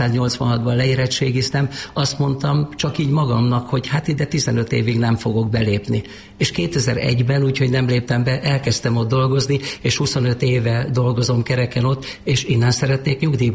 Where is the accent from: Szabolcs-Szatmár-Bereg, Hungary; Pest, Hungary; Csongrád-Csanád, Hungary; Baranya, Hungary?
Baranya, Hungary; Máza; born or raised there